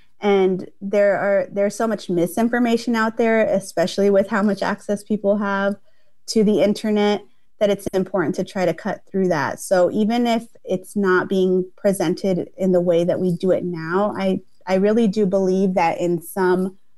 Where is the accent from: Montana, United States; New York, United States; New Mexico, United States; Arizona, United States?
Arizona, United States; Tucson; I was born and raised in Tucson